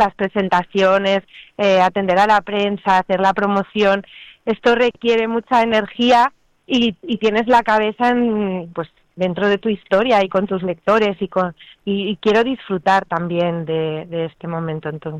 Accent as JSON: {"language": "Spanish", "region": "Aragon", "country": "Spain", "tie": "born or raised there", "moved": "yes", "lives_now": "Barcelona, Spain", "said": "a pesar de llevar más de 20 años aquí en Barcelona, suceden ahí, están imaginadas en los paisajes, en los pueblos, en las ciudades donde yo he pasado mi juventud, mi adolescencia. Sí, vuelvo a Aragón."}